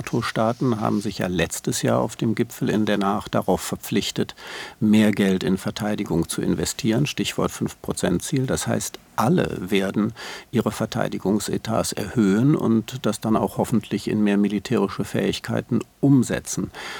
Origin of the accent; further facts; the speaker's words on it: Germany; für uns als Deutsche